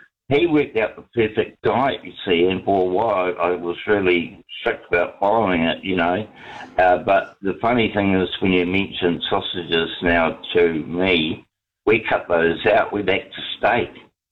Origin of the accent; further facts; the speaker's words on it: Whangarei, Northland, New Zealand; now in Napier, New Zealand; And I remember when I came down here from Whangarei, and I was one of my first jobs, you know, a lot of jobs, one of my first jobs, I said, "Oh, I come from the winterless north."